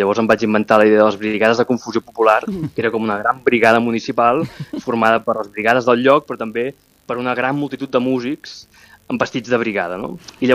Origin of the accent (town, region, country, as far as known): Mataró, Catalonia, Spain